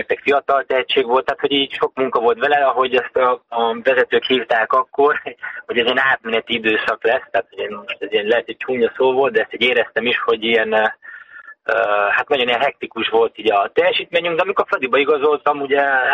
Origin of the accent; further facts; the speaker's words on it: Zalaegerszeg, Zala, Hungary; Ugye Zalaegerszegiként megéltem azt